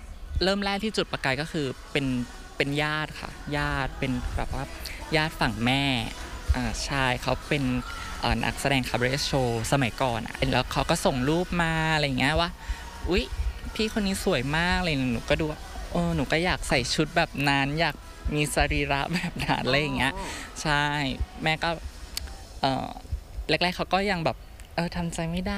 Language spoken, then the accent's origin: Thai; Bangkok, Thailand; born there; หนูเกิดกรุงเทพ